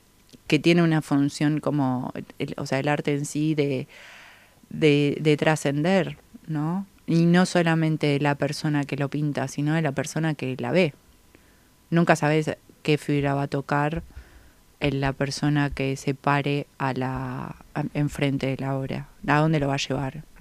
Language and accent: Spanish; Banfield, Buenos Aires Province, Argentina; los dos somos de Banfield